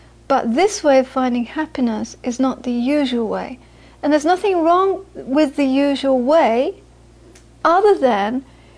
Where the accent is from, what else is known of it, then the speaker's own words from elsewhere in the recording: India; moved away; also born or lived in Florida; experience of being 7 years in Florida, because I'm coming from India